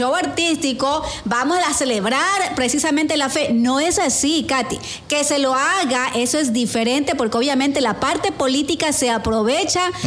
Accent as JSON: {"language": "Spanish", "country": "Ecuador", "said": "nosotros somos ecuatorianos y tenemos una cultura que está mezclada con la costa, la sierra, el oriente, Galápagos."}